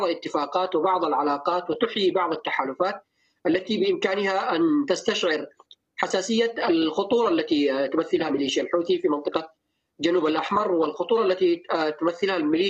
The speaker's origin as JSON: {"language": "Arabic", "country": "Yemen", "moved": "yes", "lives_now": "Istanbul, Turkey", "said": "وما نحن نؤمن به كيمنيين"}